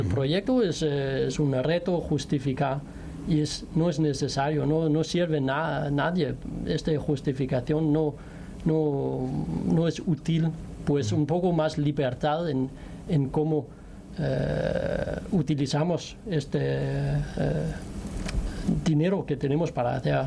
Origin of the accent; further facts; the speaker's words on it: Denmark; Spanish is a second language; moved away as an adult; also born or lived in France; now in Spain; soy danés y veo ahora en Dinamarca hay muchas financiación